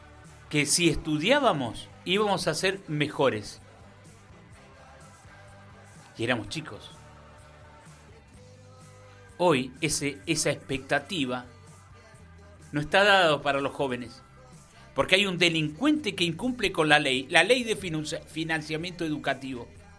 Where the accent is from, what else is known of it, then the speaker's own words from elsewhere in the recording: Argentina; lo que tendríamos que hacer como argentino